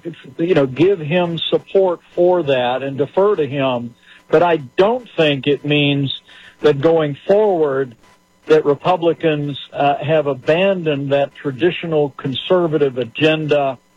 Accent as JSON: {"language": "English", "region": "Indiana", "country": "United States", "said": "back in my home state of Indiana in state legislative races."}